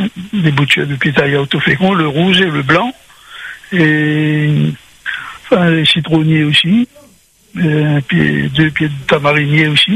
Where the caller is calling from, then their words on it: Saint-Gilles-les-Bains, Réunion; je suis à Saint-Gilles-les-Bains.